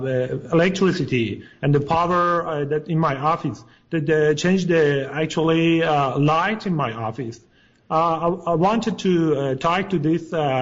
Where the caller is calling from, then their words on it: Los Angeles, California, United States; Actually, I'm in Los Angeles.